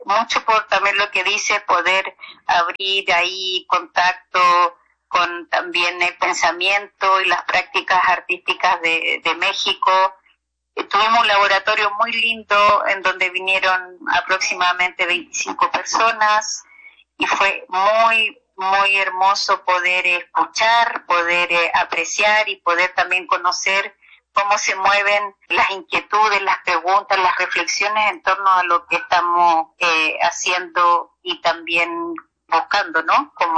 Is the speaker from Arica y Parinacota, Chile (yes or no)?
yes; Arica y Parinacota, Chile; En el mundo aymara, que es de donde yo soy del norte de Chile, de Arica, y crecí en el altiplano